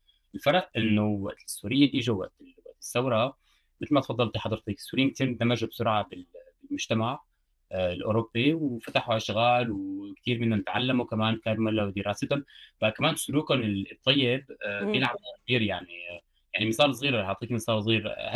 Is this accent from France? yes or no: yes; France; انا خلقت بفرنسا والبابا اجى على سوريا على فرنسا من 80 وما عاد رجع على سوريا، بقى نحن اللي خلقانين بفرنسا وكبرنا هون